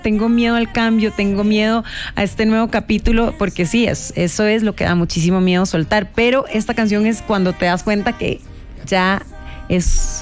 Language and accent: Spanish; Costa Rica; en mi país, en Costa Rica